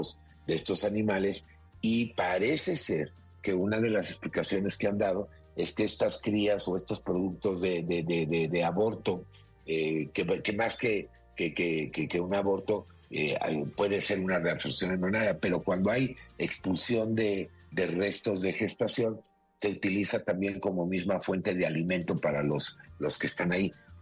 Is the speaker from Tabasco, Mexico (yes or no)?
yes; Villahermosa, Tabasco, Mexico; born there; Yo recuerdo de chiquito que vivía en Villahermosa